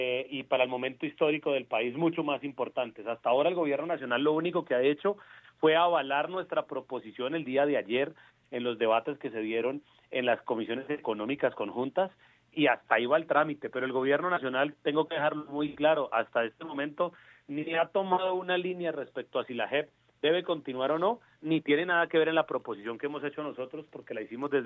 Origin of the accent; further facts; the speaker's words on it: Colombia; Yo debo decirle que me siento indignado y ofendido, no como congresista, como colombiano